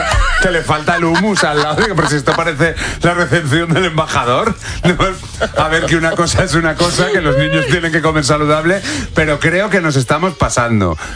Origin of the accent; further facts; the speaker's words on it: Salamanca, Castile and León, Spain; Fíjate, yo sé que tú eres de Zamora, yo soy de Salamanca. Tenemos un respeto al embutido.